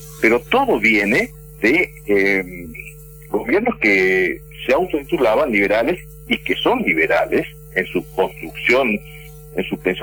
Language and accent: Spanish; Argentina